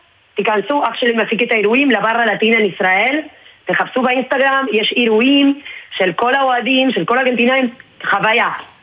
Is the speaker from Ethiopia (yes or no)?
no; Argentina; מותר לי להגיד כארגנטינאית, חבר'ה, צריך טיפה לעבוד יותר על הגנה